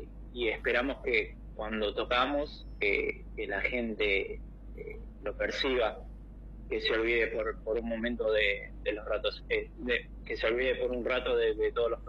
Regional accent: Argentina; Sí, somos de Buenos Aires.

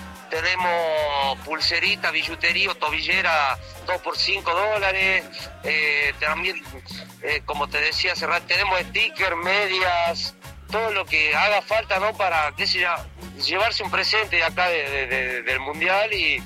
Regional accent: Salta, Argentina; somos tres salteños más

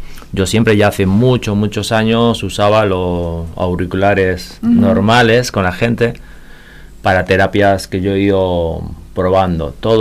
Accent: Posadas, Misiones, Argentina; also born or lived in Barcelona, Spain; Bueno, soy español, nacido en español, pero en España, Barcelona. Pero de pequeño mis padres hicieron una aventura y con 8 años viví 11 años aquí en Posada.

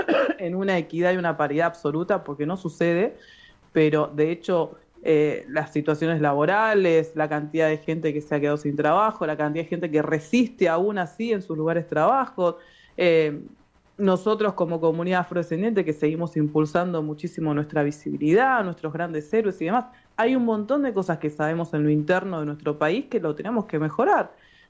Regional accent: Argentina; esto es consecuencia de algo que me enorgullece como argentina

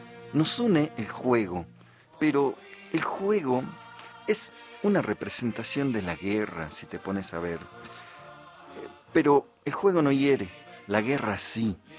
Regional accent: Argentina

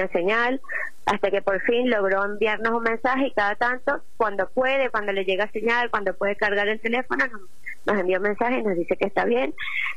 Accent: Venezuela; moved away as an adult; now in Quilmes, Argentina; yo tengo en Argentina 10 años y los 10 años que tengo en Argentina los tengo en Quilmes. Tenemos una relación con Quilmes muy estrecha porque mi hermana se casó en Caracas hace más de 40 años con quilmeño.

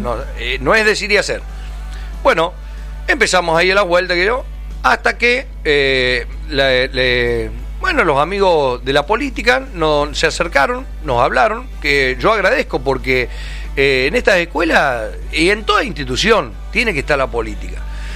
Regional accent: Argentina; me gusta jugar al truco, ¿viste? Como todo argentino.

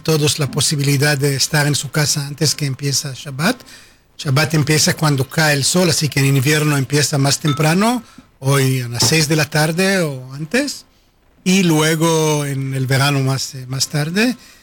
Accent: Gedera, Central District, Israel; born there; Spanish is a second language; Yo nací en Israel, en una ciudad que se llama Gedera.

